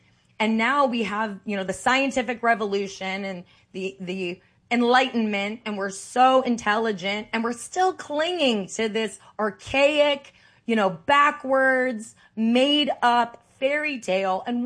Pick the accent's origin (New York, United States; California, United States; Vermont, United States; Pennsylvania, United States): California, United States; Santa Monica; I went back to the same synagogue where I grew up in Santa Monica.